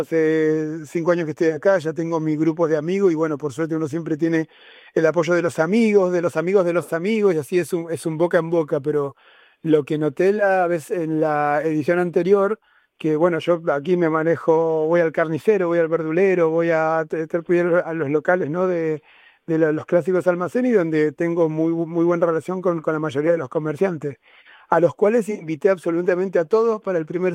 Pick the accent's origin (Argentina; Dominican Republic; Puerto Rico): Argentina; Buenos Aires; also born or lived in Santiago, Chile / Madrid, Spain; now in Salobreña, Spain; yo soy argentino, vengo de Buenos Aires, viví muchos años en Santiago de Chile, viví muchos años en Madrid y claro, me considero una rata de ciudad